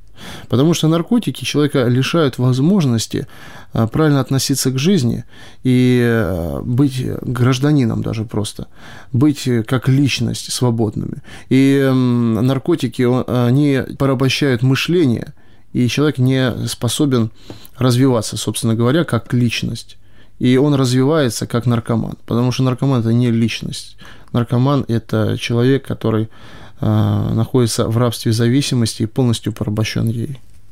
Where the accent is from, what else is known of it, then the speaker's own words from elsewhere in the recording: Moscow, Russia; moved away as an adult; now in Kharkiv Oblast, Ukraine; Я из Москвы